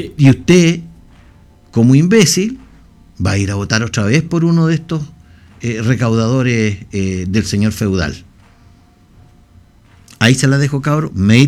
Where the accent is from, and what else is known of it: Chile